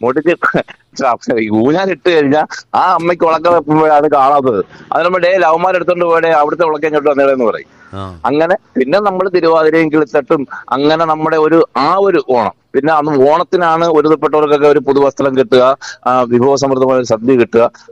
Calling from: Kerala, India; ശങ്കരാമൂല.

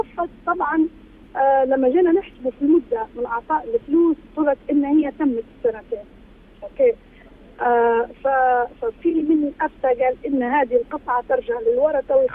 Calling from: Libya; accent: Libyan; نقول احنا بالليبي

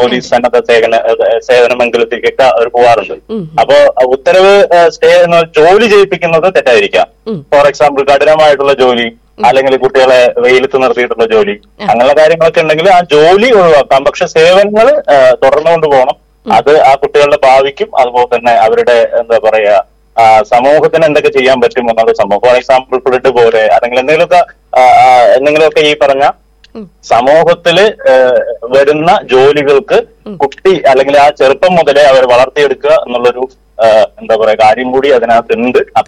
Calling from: Chittur, Kerala, India; Pulpully, Chittur.

